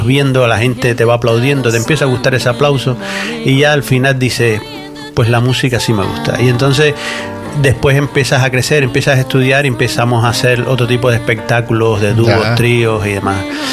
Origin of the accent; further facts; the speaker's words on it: Havana, Cuba; moved away; De Cuba, de La Habana. Ella es más del centro, yo soy de La Habana, de la capital.